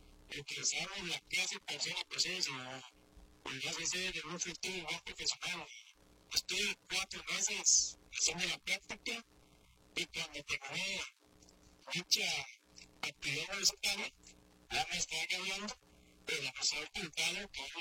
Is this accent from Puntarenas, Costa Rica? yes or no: yes; Barranca, Puntarenas, Costa Rica; soy nacido en Barranca, Punta Arenas. Mi primaria fue en la escuela Augusto Pedernal Chicoya, que queda aquí en el centro de Barranca, Punta Arenas.